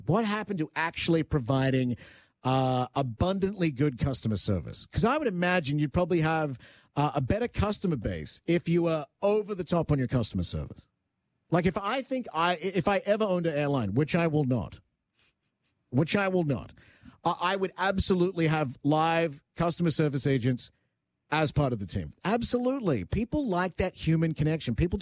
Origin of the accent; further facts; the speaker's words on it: Canada; I'm not American, but I'm a Canadian and I'm in Canada.